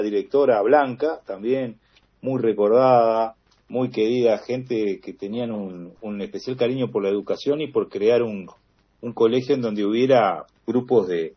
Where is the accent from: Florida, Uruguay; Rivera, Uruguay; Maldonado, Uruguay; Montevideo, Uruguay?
Montevideo, Uruguay; nací en Montevideo, ahí en la conjunción entre La Blanqueada y Parque Valle. Uh-huh. Y ahí hice mis primeras armas, los primeros años. Después nos mudamos, la familia se mudó para Punta Gorda